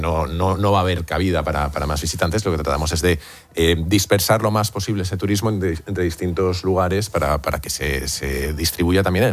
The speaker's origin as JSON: {"language": "Spanish", "region": "Castilla-La Mancha", "country": "Spain", "tie": "born or raised there", "said": "a mí me pilló en mi pueblo de la Serranía de Cuenca"}